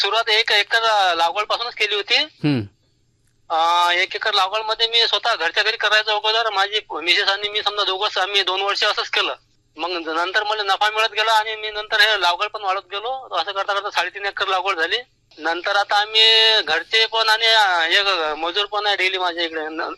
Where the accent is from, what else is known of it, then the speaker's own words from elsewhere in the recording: Alegaon, Maharashtra, India; माझं गाव अकोला जिल्ह्यात आहे, पातूर तालुका आलेगाव म्हणून.